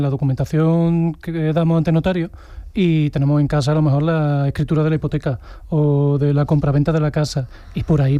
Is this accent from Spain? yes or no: yes; Córdoba, Andalusia, Spain; soy cordobesa